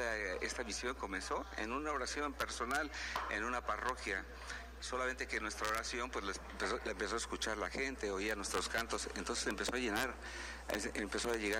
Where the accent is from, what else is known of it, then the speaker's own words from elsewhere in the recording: Mexico City, Mexico; Y mi esposa y yo, que también cantamos, venimos de la Ciudad de México.